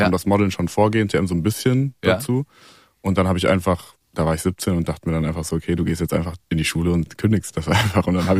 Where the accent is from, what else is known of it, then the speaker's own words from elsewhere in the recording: Melsungen, Hesse, Germany; In Kassel, also Nähe Kassel, Melsung heißt das.